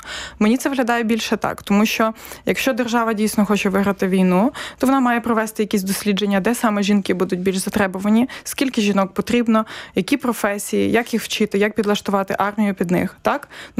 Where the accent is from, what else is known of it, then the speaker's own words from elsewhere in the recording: Volyn Oblast, Ukraine; я з Волинської області